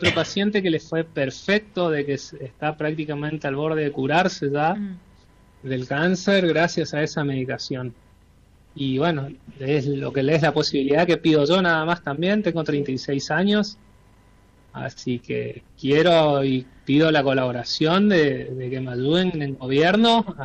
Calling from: Chaco, Argentina; yo soy chaqueño.

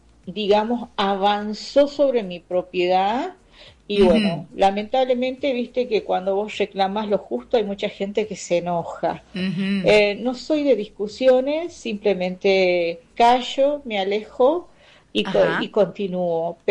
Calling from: Jujuy, Argentina; Les saludo desde la provincia de Jujuy.

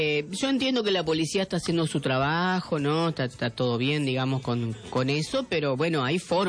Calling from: Reconquista, Santa Fe, Argentina; yo hablo acá en la ciudad de Reconquista.

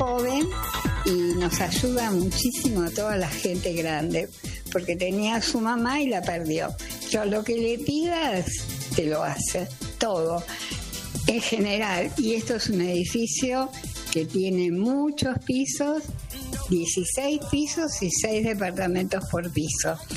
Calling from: Buenos Aires, Argentina; de Colegiales.

